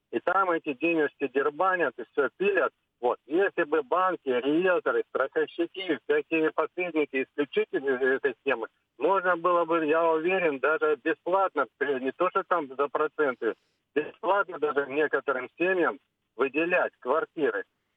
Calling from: Krasnodar, Krasnodar Krai, Russia; из Краснодара, постоянный слушатель.

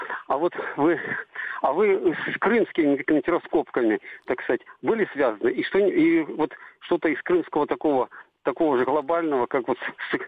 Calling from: Crimea, Ukraine; Здравствуйте, а я с Крыма.

